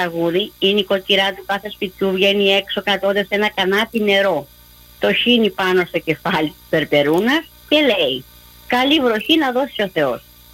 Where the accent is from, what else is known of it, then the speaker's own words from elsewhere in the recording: Central Greece, Greece; Κατήχηση στο χωριό μου.